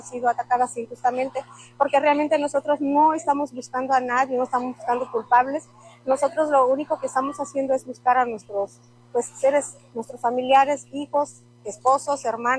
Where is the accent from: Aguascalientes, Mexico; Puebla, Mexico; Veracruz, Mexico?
Veracruz, Mexico; Coatzacoalcos; en nuestro caso, que venimos de Coatzacoalcos, Veracruz, aquí a la ciudad de Veracruz